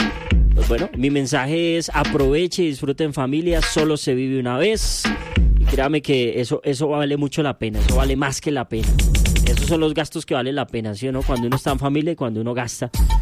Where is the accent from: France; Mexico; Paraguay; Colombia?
Colombia; no por Argentina, no por nada, yo la verdad soy colombiano.